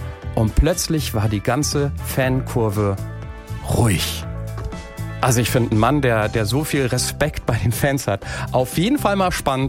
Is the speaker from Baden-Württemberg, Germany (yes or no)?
no; Mainz, Rhineland-Palatinate, Germany; born there; Ich bin selbst in Mainz geboren und natürlich geht man da mal auch ins Stadion zu 05, ne?